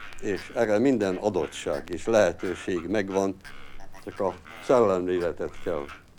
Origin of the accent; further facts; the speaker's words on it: Hungary; mint magyar ember